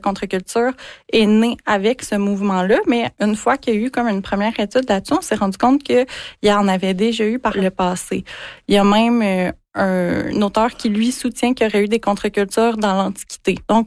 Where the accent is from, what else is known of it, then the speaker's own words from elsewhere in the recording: Quebec, Canada; dont on est dépouillé en tant que Québécois, si on veut voyager, ça coûte tellement cher